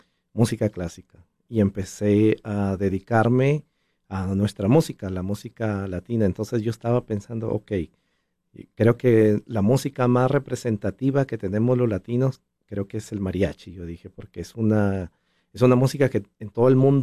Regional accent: Piura, Peru; moved away as an adult; now in Utah, United States; yo nací en Piura, Perú. Allá empecé mis estudios de música, de piano, de violín. Fui a la escuela de música. También fui a la universidad a estudiar ingeniería electrónica. Estuve en una orquesta sinfónica allá en Perú por 8 o 9 años aproximadamente. Y luego cuando me mudé aquí en Utah

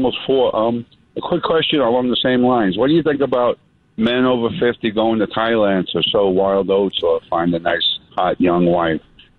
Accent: Lithuania; They love when I tell them I'm from Lithuania.

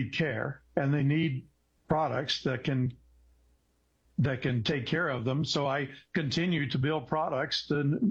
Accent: Dallas, Texas, United States; Well, I'm from Dallas, Texas, and I have a sister that's about 6 years younger than me.

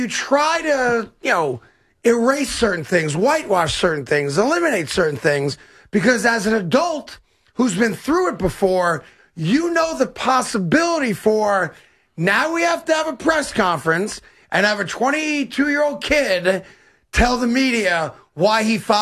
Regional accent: New York, United States; I may not like the guy, may not know the guy, but as a New Yorker, I root for the guy to do well.

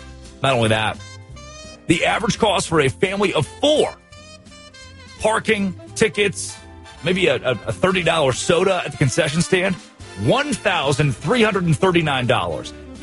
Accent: Arkansas, United States; I grew up in Arkansas. Valonia, population 3,500.

